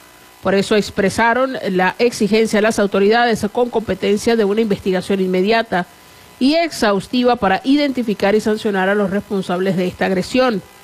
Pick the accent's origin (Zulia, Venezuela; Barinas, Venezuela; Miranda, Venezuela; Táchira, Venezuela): Zulia, Venezuela; para los que somos del Zulia